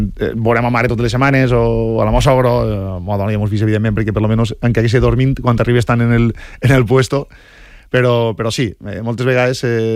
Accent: Gavarda, Valencian Community, Spain; jo vaig néixer en Gavarda

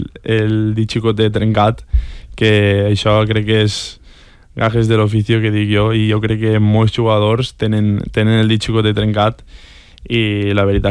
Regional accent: Montserrat, Valencian Community, Spain; que ell és de Beniparrell i jo soc de Montserrat

